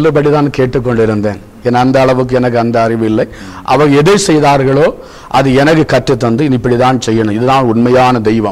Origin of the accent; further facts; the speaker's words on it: Kollencode, Tamil Nadu, India; நாங்கள் இந்து குடும்பத்திலே பிறந்து வளர்ந்தவர்கள். நான் பிறக்கும்போதே இந்து குடும்பம் கொல்லங்கோடு பகுதியிலே, சிறுவைபுரம் பகுதியிலே, அந்த இடத்துல எங்களுக்கு சொந்த ஒரு கோவில் உண்டு. எங்கள் அப்பா பூஜாரி, நான் இரண்டாவது பூஜாரியாக வளர்ந்தேன்.